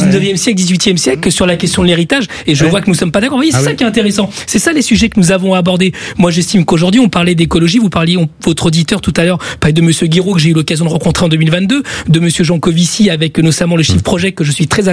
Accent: Chile; Ça a existé dans mon pays d'origine qui s'appelle le Chili.

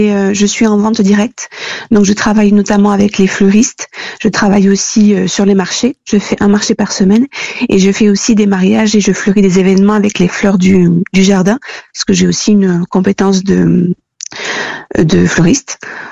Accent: Landes, Nouvelle-Aquitaine, France; moi, je suis originaire des Landes et j'ai une partie de ma famille qui parle gascon.

